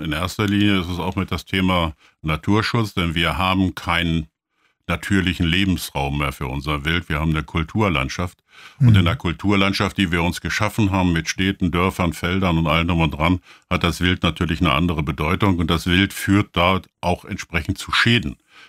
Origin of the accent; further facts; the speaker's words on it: Saxony, Germany; in unserer auch sächsischen Welt